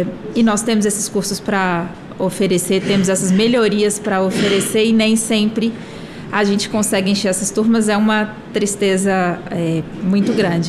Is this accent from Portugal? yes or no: yes; Portugal; moved away; Eu sou portuguesa, sou da região, morei muito tempo na região de Alcobaça